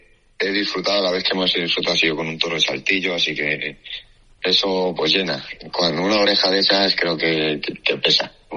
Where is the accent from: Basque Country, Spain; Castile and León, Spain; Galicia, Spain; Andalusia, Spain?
Castile and León, Spain; San Martín del Castañar; born there